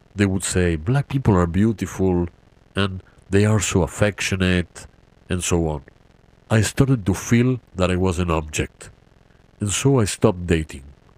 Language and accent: English; Uruguay; until I told them I was South American, that I came from Uruguay.